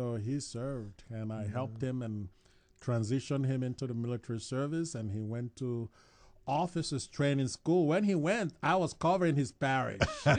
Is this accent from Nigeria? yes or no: yes; Nigeria; moved away as an adult; now in Idaho, United States; I'm originally from Nigeria in Africa.